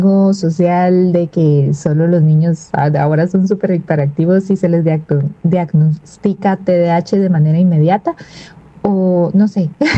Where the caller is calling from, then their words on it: Guatemala; de Guatemala y quería saludar a los doctores Valencia y Jorge.